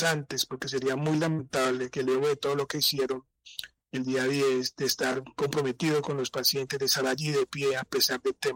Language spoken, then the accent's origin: Spanish; Buenaventura, Valle del Cauca, Colombia; Yo soy de Buenaventura, para que lo sepan, y me llegó una información de que habían pacientes con fracturas expuestas afuera del hospital Luisa Blanca de La Plata. Armamos un equipo de cirujanos también de Buenaventura